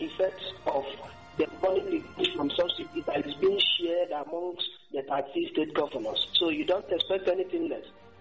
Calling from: Aba, Abia, Nigeria; I'm calling from Aba.

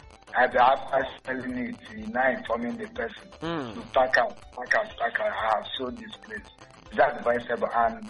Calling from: Osisioma, Abia, Nigeria; from Osioma.

